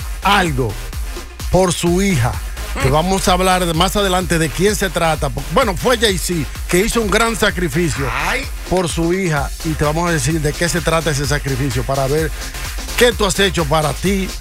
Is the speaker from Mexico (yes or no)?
no; Ecuador; now in New York, United States; Somos ecuatorianos, bro, acá